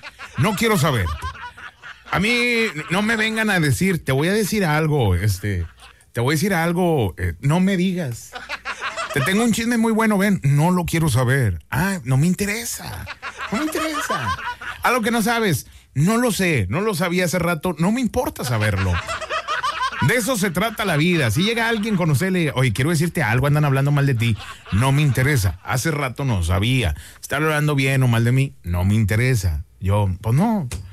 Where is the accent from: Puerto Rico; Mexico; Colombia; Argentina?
Mexico; soy un buen mexicano, yo soy un buen mexicano, yo soy un buen mexicano.